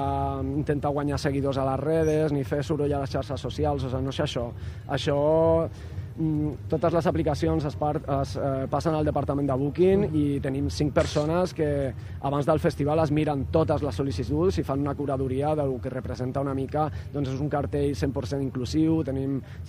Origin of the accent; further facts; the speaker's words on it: Murcia, Region of Murcia, Spain; Catalan is a second language; now in Barcelona, Spain; Jo sóc de Múrcia, però xerraré en català perquè estic molt enxixada amb això.